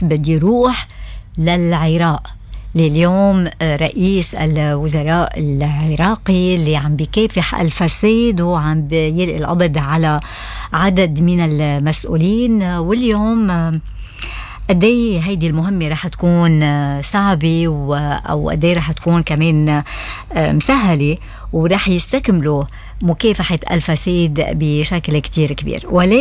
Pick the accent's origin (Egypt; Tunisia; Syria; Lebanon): Lebanon; نحن عنا بلبنان